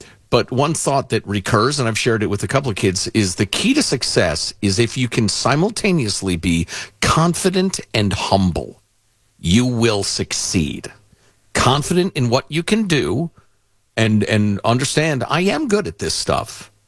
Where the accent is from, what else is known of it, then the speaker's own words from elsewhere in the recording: Chicago, Illinois, United States; I was a kid growing up in Chicagoland, very much into rock and roll and Motown and that sort of thing.